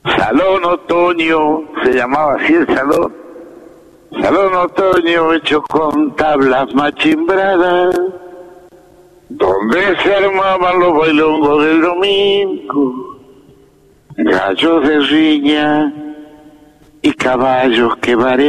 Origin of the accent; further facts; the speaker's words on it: Santa Fe, Argentina; born there; also born or lived in Chaco; hace poco me acordaba de Alto Verde, cuando vinimos a los 5 años del Chaco.